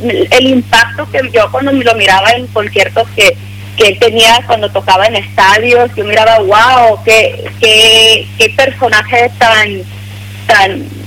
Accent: Mexico; moved away as an adult; also born or lived in Berkeley, California; Bueno, mira, yo soy mexicana, sí.

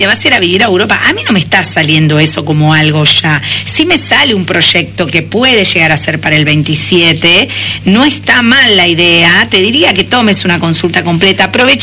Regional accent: Argentina; Me llamo como la carta del tarot y soy una astróloga de Argentina desde hace muchos años en televisión

